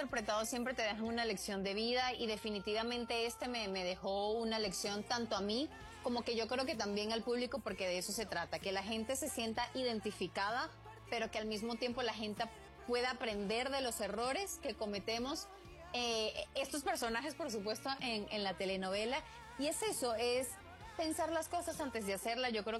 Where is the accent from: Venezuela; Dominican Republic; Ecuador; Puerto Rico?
Venezuela; moved away as an adult; now in Mexico; Wow, trabajando en México ya son 9 años y la verdad que muy agradecida con tu país, un país hermano pues del mío, yo soy venezolana.